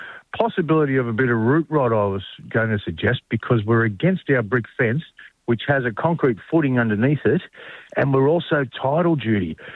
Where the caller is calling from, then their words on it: Budgewoi, New South Wales, Australia; We are on the black sand there at Budgiewoy. We live near the beach